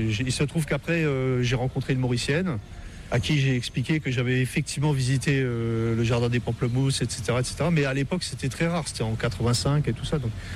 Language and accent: French; Paris, Île-de-France, France; accent: Parisian; Ah ouais, je suis même né dans Paris, ce qui est très rare.